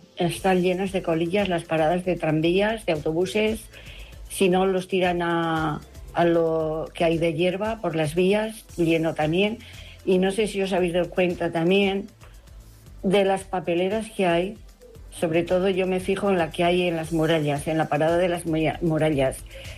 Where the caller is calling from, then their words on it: Zaragoza, Aragon, Spain; de Zaragoza